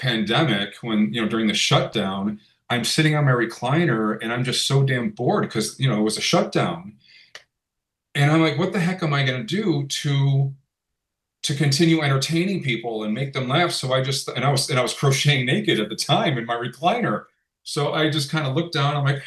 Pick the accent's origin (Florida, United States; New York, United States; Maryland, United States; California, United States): New York, United States; Webster; As you know, Rochester is my hometown. I grew up in Webster.